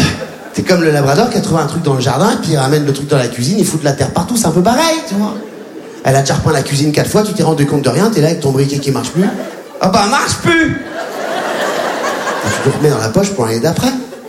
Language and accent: French; Réunion; born or raised there